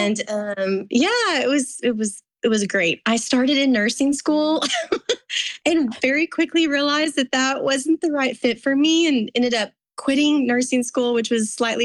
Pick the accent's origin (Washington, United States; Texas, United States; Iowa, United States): Texas, United States; Lubbock; Sure. Well, I'm originally from West Texas. Here in Lubbock, Texas is where I've lived with my husband for, 21 years, a long time. But I was born in this area as well and kind of grew up